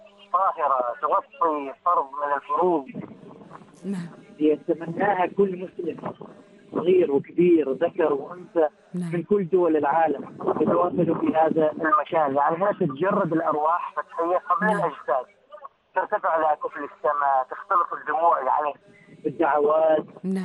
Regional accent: Oman; فهذا العدد مبارك لسلطنة عمان،

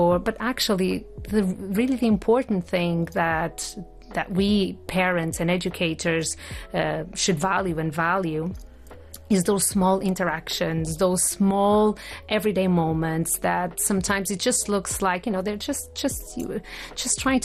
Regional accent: Porto, Norte, Portugal; now in Oman; Well, I am from Porto, from Portugal, and I've worked in education until now for about 25 years.

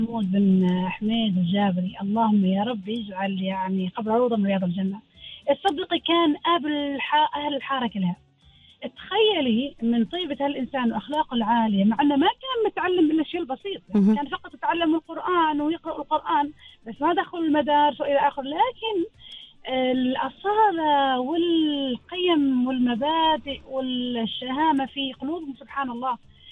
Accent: Muscat, Muscat Governorate, Oman; إحنا ولدنا في مسقط بالنفس. كانت تعرفي منطقة يسموها الصبارة أو الدلالين،

